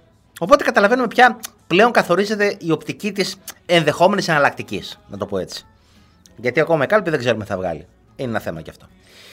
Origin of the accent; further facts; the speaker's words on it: Greece; εδώ είναι ο τόπος μου. Εδώ θέλω να ζήσω, εδώ θέλω να δουλέψω.